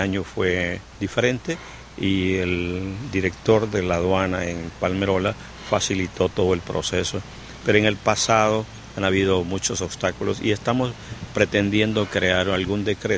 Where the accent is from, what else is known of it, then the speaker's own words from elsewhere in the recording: Honduras; nosotros como hondureños y como ciudadanos responsables